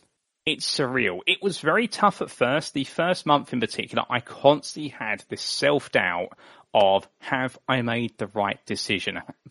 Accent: United Kingdom; growing up in the United Kingdom and watching British motorsport and Formula One

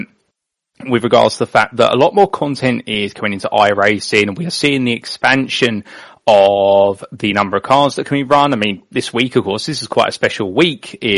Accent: United Kingdom; I was very sheltered because, of course, growing up in the United Kingdom and watching British motorsport and Formula One

